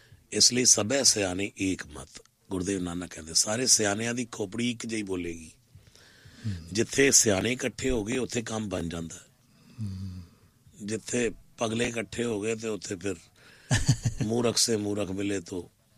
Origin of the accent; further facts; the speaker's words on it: Delhi, India; born there; ਦੋ ਮੰਦਰ ਬਣਵਾਏ ਜਿੱਥੇ ਮੇਰਾ ਜਨਮ ਹੋਇਆ ਸੀ